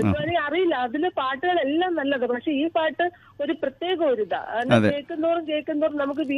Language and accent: Malayalam; Tiruvalla, Kerala, India; born there; also born or lived in Kattakada, Thiruvananthapuram; now in North Paravur, India; ഞാൻ 1-4 ക്ലാസ് മുതൽ 10-ം ക്ലാസ് വരെ തിരുവല്ല ബോർഡിംഗ് സ്കൂളിലാണ് പഠിച്ചേ.